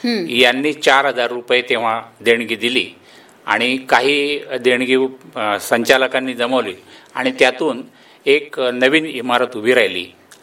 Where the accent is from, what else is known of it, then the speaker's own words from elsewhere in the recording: Parola, Maharashtra, India; म्हणजे पारोळा, मी मूळचा पारोळ्याचा आहे